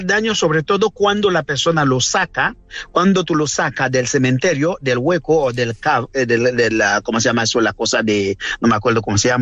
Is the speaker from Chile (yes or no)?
no; Tortuga Island, Nord-Ouest, Haiti; moved away; En la isla Tortuga